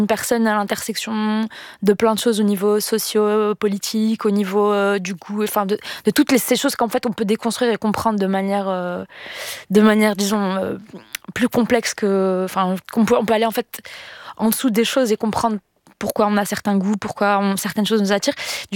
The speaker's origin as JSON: {"language": "French", "country": "Morocco", "said": "Mais c'était un territoire, disons, peut-être plus neutre en tant que Marocaine. On n'avait pas l'impression qu'on m'expliquait déjà ma culture."}